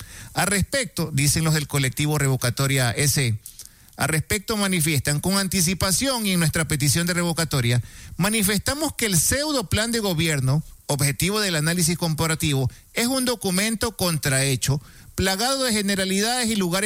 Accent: Ecuador

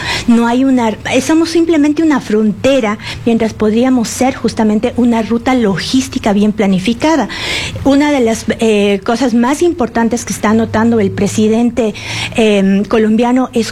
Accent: Ecuador

